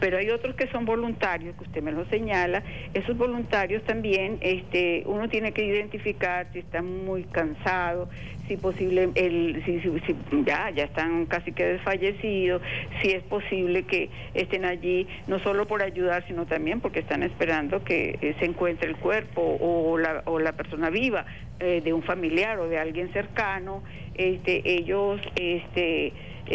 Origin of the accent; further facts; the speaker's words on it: Venezuela; eso que nos caracteriza a nosotros como venezolanos